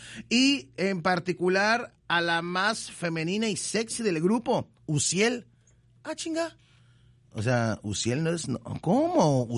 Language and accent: Spanish; Mexico; mientras tanto gente como yo, que somos muy mexicanos y queremos que este país siga avanzando.